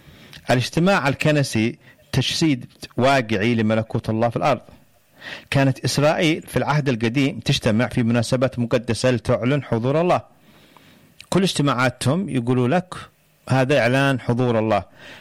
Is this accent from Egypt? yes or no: no; Yemen; أنا مواطن يمني